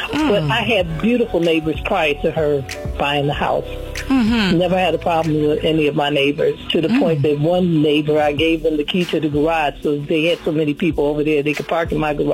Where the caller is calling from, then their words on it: Michigan, United States; Lynn, I'm calling from Michigan.